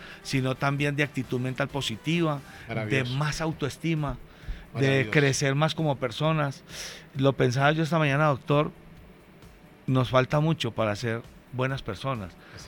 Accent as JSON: {"language": "Spanish", "town": "Concordia", "region": "Antioquia", "country": "Colombia", "said": "Concordia, a mi pueblo, en el suroeste antioqueño."}